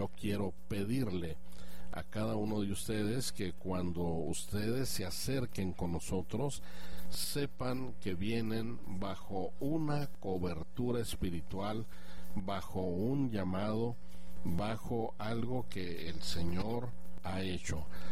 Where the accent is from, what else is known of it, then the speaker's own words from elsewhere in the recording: Chihuahua, Mexico; Comencé evangelizando en mi ciudad natal, que es Chihuahua